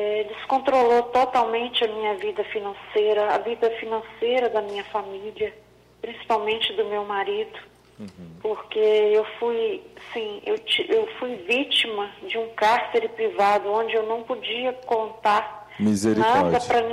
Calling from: Inhapim, Minas Gerais, Brazil; Eu falo de Inhapim, interior de Minas Gerais.

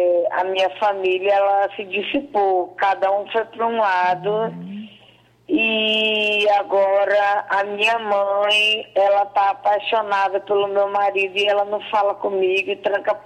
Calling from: Massaranduba, Paraíba, Brazil; Eu falo de Massaranduba, Paraíba.

